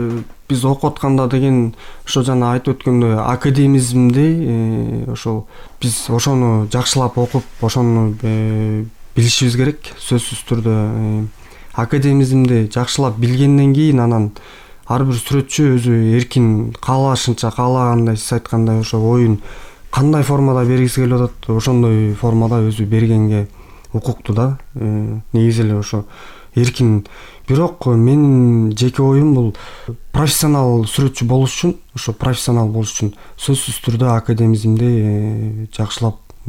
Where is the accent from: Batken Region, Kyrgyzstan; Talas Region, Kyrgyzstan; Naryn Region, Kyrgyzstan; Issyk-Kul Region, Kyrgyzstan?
Issyk-Kul Region, Kyrgyzstan; Bakamai; born or raised there